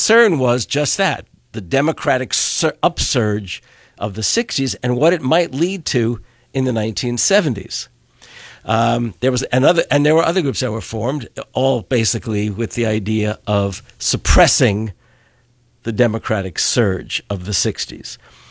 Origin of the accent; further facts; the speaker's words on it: New York City, New York, United States; also born or lived in England / Louisiana; now in Wisconsin, United States; Well, just for starters, I've been here in Wisconsin for more than 45 years. I grew up in the New York City area. I studied in England, I studied in Louisiana, and I ended up in Wisconsin.